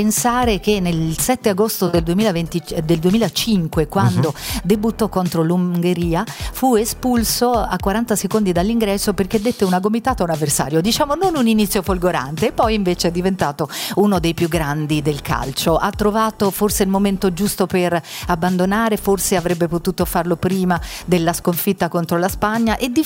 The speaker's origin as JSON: {"language": "Italian", "region": "Apulia", "country": "Italy", "moved": "yes", "said": "rimanere nella mia terra, la adorata Puglia"}